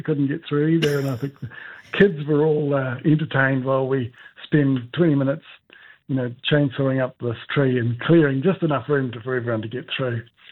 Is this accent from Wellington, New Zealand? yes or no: no; Northland, New Zealand; I was brought up in Northland, so I dearly love it.